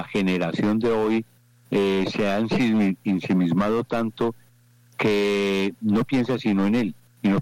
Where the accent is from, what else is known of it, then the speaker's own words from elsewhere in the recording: La Ceja, Antioquia, Colombia; yo nací en una cuna cristiana, católica, y recuerdo que mi pueblito, La Ceja, Antioquia